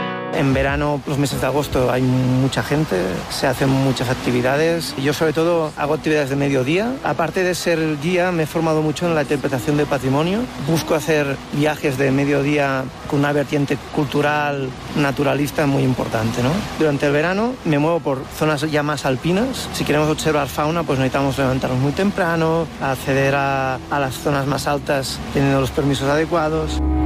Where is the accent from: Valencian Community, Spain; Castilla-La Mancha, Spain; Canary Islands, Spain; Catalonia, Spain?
Catalonia, Spain; Barcelona; born there; now in Tornafort, Spain; Soy nacido en Barcelona, pero ya desde hace unos 15 años que vivo aquí en el Pallars Sobirà, en un pueblecito muy pequeño del Pirineo de Lleida, que se llama Tornafort.